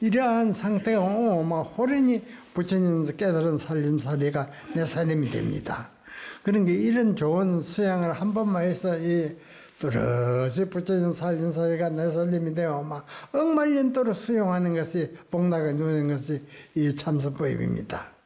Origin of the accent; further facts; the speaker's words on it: Namhae, South Gyeongsang, South Korea; born there; 산성은 경남 그 남해 남해 절이지요. 들어오는 입구의 그 마을에서 태어났습니다.